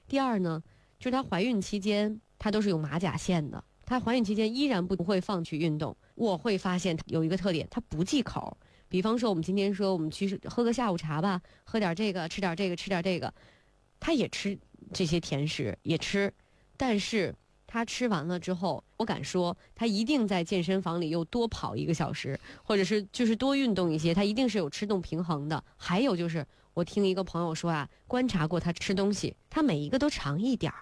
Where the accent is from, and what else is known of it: China